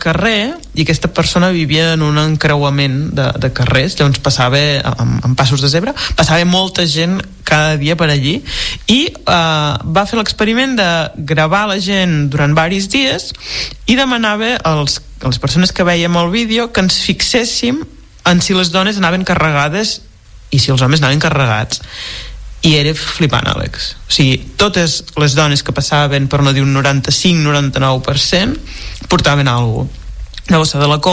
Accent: Blancafort, Catalonia, Spain

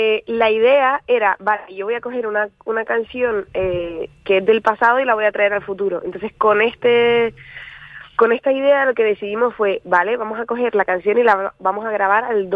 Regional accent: Arinaga, Canary Islands, Spain; now in Madrid, Spain; si cierro los ojos y pienso en mi infancia, veo las piedras de la playa de Arinaga y el mar así pasando

